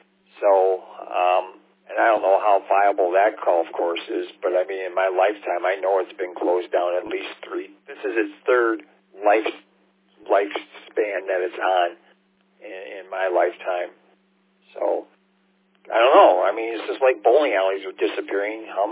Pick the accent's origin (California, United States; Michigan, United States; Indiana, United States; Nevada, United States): Michigan, United States; St. Clair Shores; me growing up in St. Clair Shores